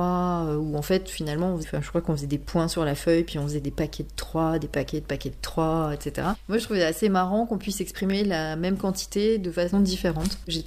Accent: Paris, Île-de-France, France; moved away as an adult; now in Toulouse, France; Je suis parisienne et j'habite à Toulouse depuis 95, donc j'ai quasiment passé plus de temps à Toulouse qu'à Paris.

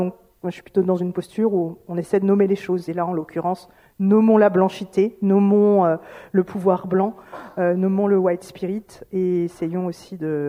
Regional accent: Brittany, France; Ah, mais comment ça se fait que tu parles français? D'où viens-tu? De Bretagne. Non, mais d'où viens-tu vraiment?

